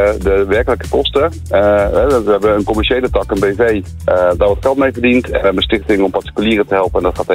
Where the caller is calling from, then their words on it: Netherlands; Wij als Nederlanders zijn daar wat nuchterder.